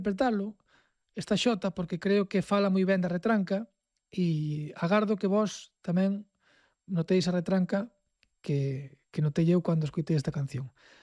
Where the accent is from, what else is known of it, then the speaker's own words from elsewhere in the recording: A Mezquita, Galicia, Spain; é unha xota que aprendín na miña aldea, no Pereiro. Que non sepa onde está o Pereiro, é unha aldea que da provincia de Ourense, concretamente no concello da Mezquita, que é onde eu son